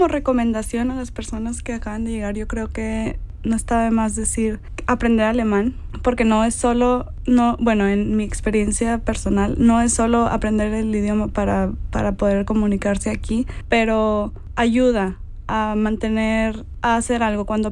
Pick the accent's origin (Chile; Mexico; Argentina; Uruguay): Mexico; moved away as an adult; now in Switzerland